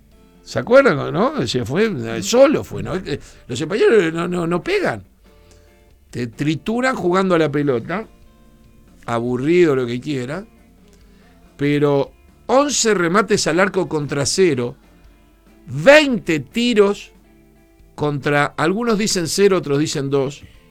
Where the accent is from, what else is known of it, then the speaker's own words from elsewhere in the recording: Uruguay; Porque lo he vivido como uruguayo.